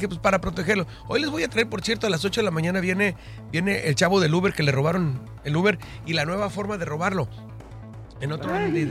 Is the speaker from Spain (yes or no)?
no; Mexico; now in Tijuana, Mexico; Vamos a hacerlo sentir bien, como mexicanos que somos.